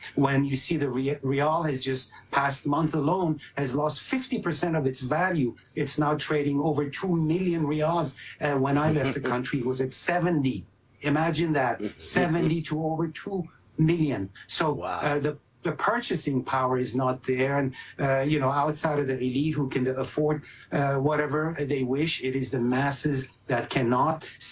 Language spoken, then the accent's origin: English; United States; as an American of Iranian heritage